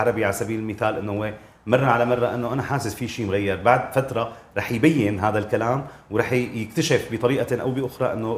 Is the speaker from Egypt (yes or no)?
no; Syria; هم عندنا بسوريا، بالسوق السورية تغير وزنها بشكل جذري